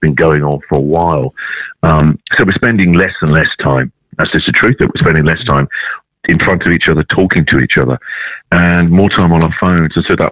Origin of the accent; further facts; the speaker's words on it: England, United Kingdom; And obviously, I'm an English guy, the other side of the world.